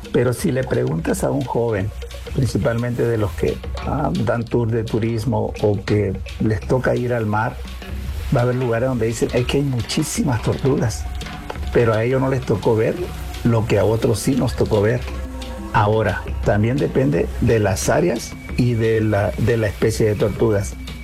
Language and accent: Spanish; Puerto Adolfo López Mateos, Baja California Sur, Mexico; Yo soy pescador nacido en López Mateos. Soy pescador de toda la vida y 100% choyero, muy orgulloso de pertenecer a este lindo estado.